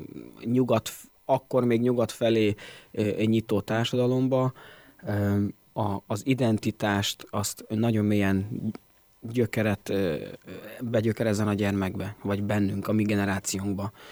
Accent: Hungary; a demokráciába átléptünk itt Magyarországon

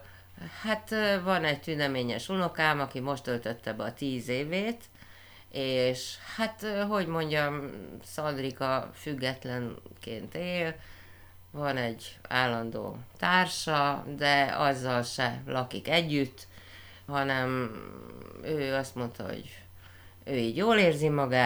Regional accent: Italy; Tehát tudod, egy kicsit kettős a dolog, mert a magyarok között olasz vagyok, az olaszok között magyar vagyok, de a mai napig én olasz állampolgár vagyok csak.

